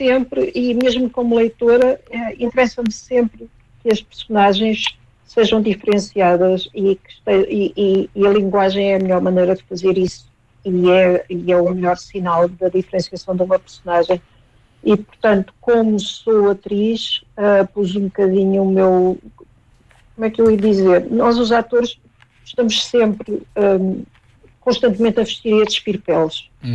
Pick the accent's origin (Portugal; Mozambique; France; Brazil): Portugal; Alentejo; E eu, como alentejana